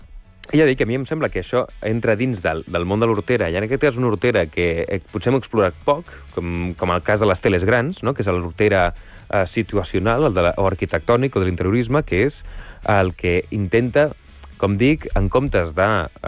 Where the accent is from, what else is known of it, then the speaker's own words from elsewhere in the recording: Terrassa, Catalonia, Spain; I jo, en el fons, ja et dic, de Terrassa de Barcelona, afortunadament, tenim moltíssimes.